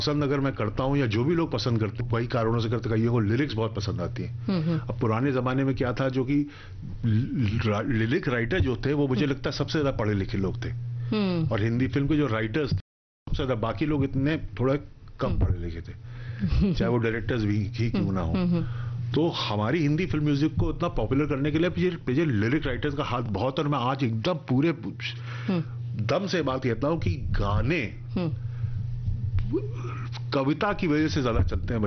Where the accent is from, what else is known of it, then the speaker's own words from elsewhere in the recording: Uttarakhand, India; वैसे तो मैं हूँ उत्तराखंड का, हम लोग पहाड़ के हैं रहने वाले